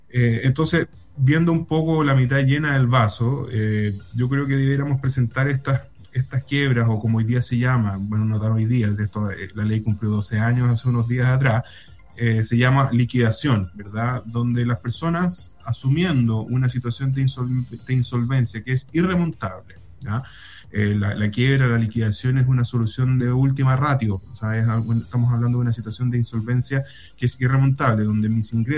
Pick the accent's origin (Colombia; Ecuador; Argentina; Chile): Chile; Viña del Mar, Valparaíso; also born or lived in Villa Alemana; nosotros somos de Viña. Sí, sí. Bueno, yo especialmente tengo mi corazón dividido entre Villa Alemana y Viña del Mar. Estudié en Valparaíso, estudié en la Universidad Católica de Valparaíso